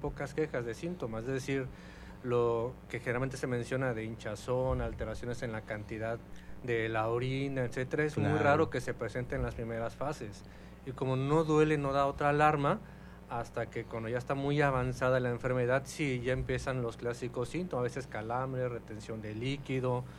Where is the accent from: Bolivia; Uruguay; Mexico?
Mexico